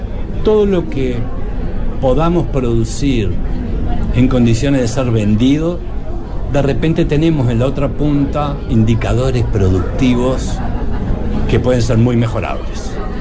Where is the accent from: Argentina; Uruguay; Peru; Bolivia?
Uruguay